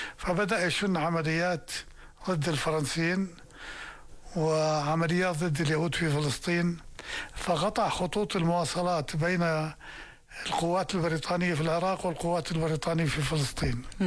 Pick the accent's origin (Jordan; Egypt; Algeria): Jordan; نحن مش أردنيين بس